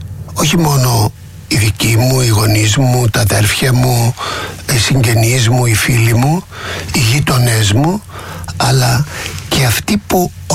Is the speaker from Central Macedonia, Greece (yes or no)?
no; Chania, Crete, Greece; born there; Γεννήθηκα στα Χανιά, στα Χανιά της Κρήτης.